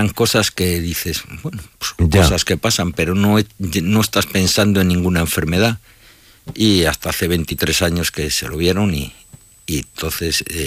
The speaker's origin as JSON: {"language": "Spanish", "town": "Palencia", "region": "Castile and León", "country": "Spain", "said": "somos gente de Palencia, hemos trabajado en Palencia, hemos cotizado en Palencia, nuestros hijos viven en Palencia."}